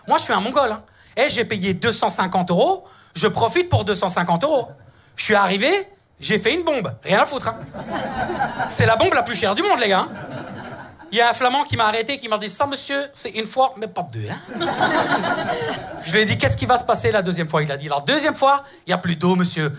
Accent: Italy; Moi, je croyais en cette belle phrase, tu vois, je suis italien, hyper romantique

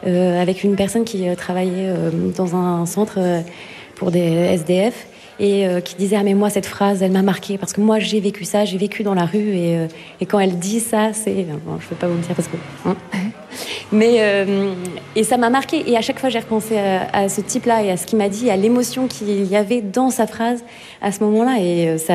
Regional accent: France; accent: French; C'est la première fois que je dois le dire avec mon super accent français.

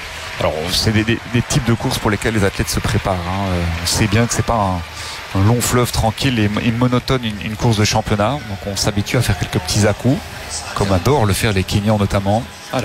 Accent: Belgium; chez nous en Belgique.

